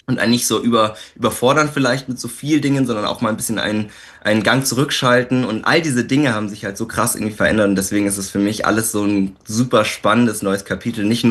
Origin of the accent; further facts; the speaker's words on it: Landsberg, Germany; now in Berlin, Germany; Ich komme ja eigentlich aus Landsberg, aus einem Dörfchen oder so ein Städtchen